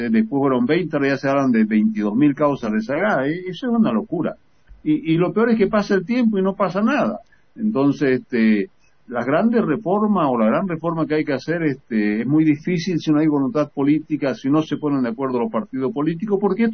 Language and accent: Spanish; Bolivia; No somos serios los bolivianos